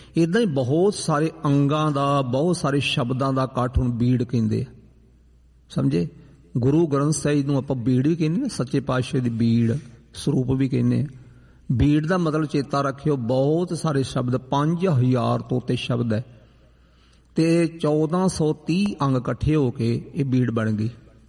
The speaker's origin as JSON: {"language": "Punjabi", "town": "Jhamka", "region": "Punjab", "country": "India", "tie": "born or raised there", "said": "ਮੇਰੇ ਪਿੰਡ ਤੋਂ 10 ਕਿਲੋਮੀਟਰ ਹੈ, ਛੋਟੇ ਦੇ ਹੀ ਤੁਰ ਕੇ ਪਿੰਡ ਉਹ ਚੱਲ ਜਾਣਾ, ਉੱਥੇ ਝਾਮਕਾ ਪਿੰਡ ਸਤਸੰਗ ਮੇਰਾ ਮਾਣੋ ਚਾਲ ਝਾਮਕਾ ਚਵਾਲ ਥਾਣਾ ਸਾਡਾ।"}